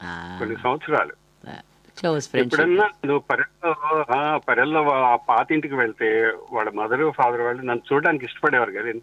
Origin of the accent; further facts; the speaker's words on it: Maharashtra, India; అందులో మా వాడలో 10 ఫ్యామిలీలో మేము ఒక్కడే సౌత్ ఇండియన్స్ అండి, ఒక్కడే సౌత్ ఇండియన్, మిగతా అందరూ మహారాష్ట్రియన్స్. ఇప్పుడు నేను పెరిగిందంతా కూడా అంటే ఆ మహారాష్ట్రియన్ దాంట్లో ఎన్వైరన్మెంట్ లో పెరగటం వల్ల